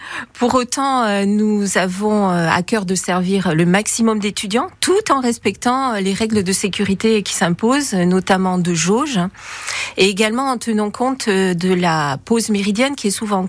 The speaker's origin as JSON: {"language": "French", "region": "Quebec", "country": "Canada", "said": "moi pour ma part, comme je suis québécoise, je savais pas que mon personnage avait existé vraiment."}